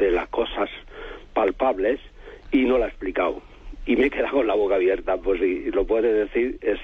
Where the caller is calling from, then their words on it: Mazarrón, Region of Murcia, Spain; llamo de Isla Plana, puerto de Mazarrón, Murcia